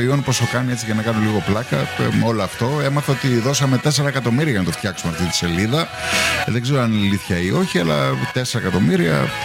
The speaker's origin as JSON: {"language": "Greek", "area": "Kefalonia", "region": "Ionian Islands", "country": "Greece", "tie": "born or raised there"}